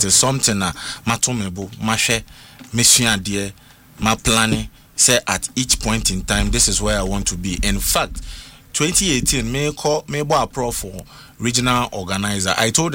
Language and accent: English; Tema, Greater Accra, Ghana; I was born bred in Tema Committee 9.